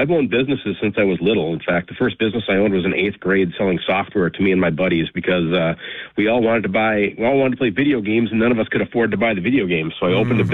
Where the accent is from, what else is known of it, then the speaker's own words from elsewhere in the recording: Fargo, North Dakota, United States; Well, again, I'm from Fargo.